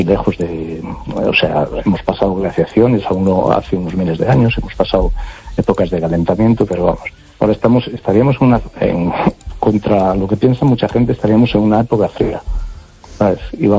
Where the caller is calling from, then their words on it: A Coruña, Galicia, Spain; de Coruña.